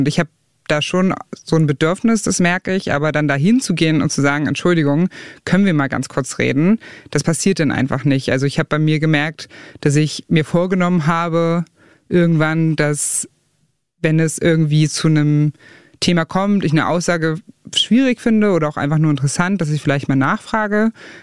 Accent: Saxony-Anhalt, Germany; dass da in Teilen Ostdeutschlands und Sachsen-Anhalt und der Altmark, wo ich herkomme

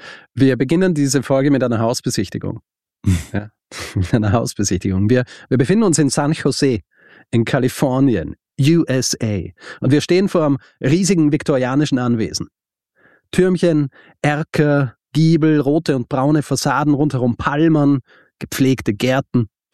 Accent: Austria; Genau, kein Radio und ich bin Österreicher

